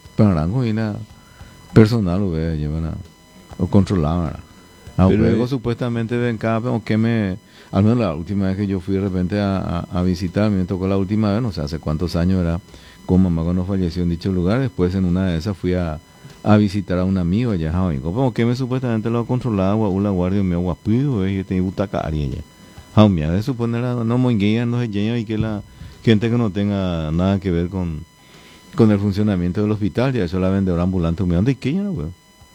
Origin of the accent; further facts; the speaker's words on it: Paraguay; Sí, sí, somos los paraguayos.